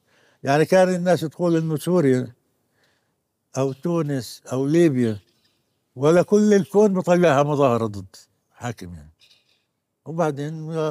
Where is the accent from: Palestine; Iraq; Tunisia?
Palestine; now in Oslo, Norway; زمان باثنين وسبعين يعني، فإحنا اثنين يعني عرفوا إنه إحنا فلسطينيين.